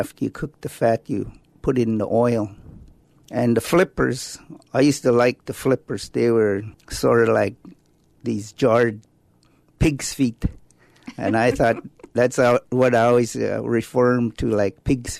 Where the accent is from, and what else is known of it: Chilkat Valley, Alaska, United States; born or raised there